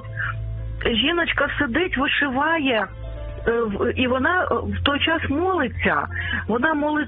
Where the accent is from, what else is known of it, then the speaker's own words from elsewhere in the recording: Carpathians, Ukraine; now in Lviv, Ukraine; І от моє дитинство пройшло в Карпатах.